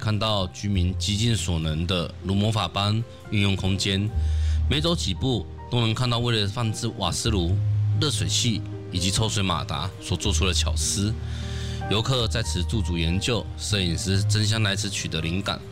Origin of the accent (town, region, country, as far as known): Taipei, Taiwan; born there